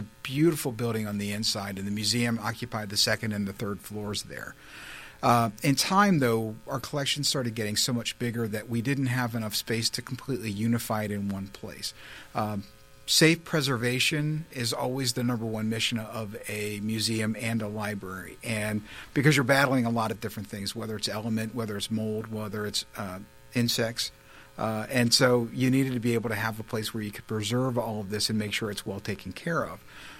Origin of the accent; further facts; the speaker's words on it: East Coast, United States; moved away as an adult; also born or lived in Pennsylvania; now in Kenosha, United States; We relocated to Kenosha from Pennsylvania, so I've lived on the East Coast all of my life, and so now I'm a Midwesterner, so I'm adjusting to that.